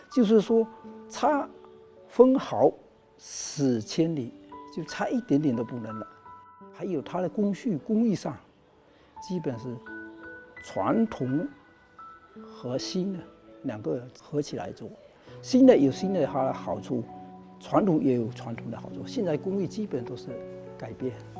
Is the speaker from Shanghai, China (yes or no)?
no; Fuzhou, Fujian, China; accent: Fuzhou dialect; 我们福州话就是讲翻车。